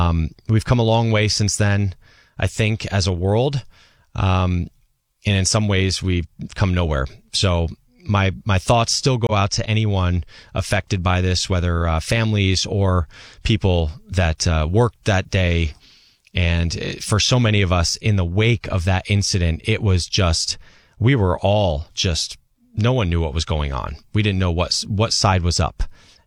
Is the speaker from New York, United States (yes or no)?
no; New Jersey, United States; I could see them from my street where I grew up in New Jersey.